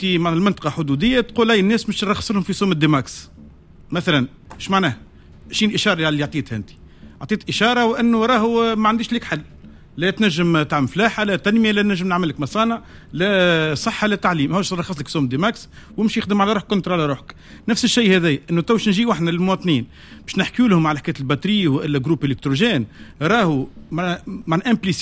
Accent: Tunisia; اليوم المصانع اللي عندنا في تونس

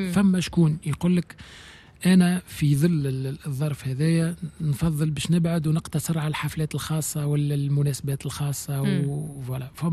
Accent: Tunisia; في تونس راهو عندنا برشا أصوات

